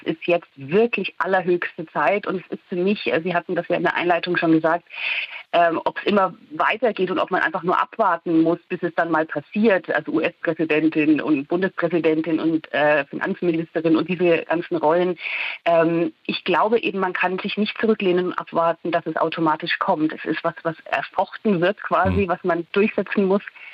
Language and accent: German; Bavaria, Germany; moved away; Ich bin ja aus Bayern ursprünglich mal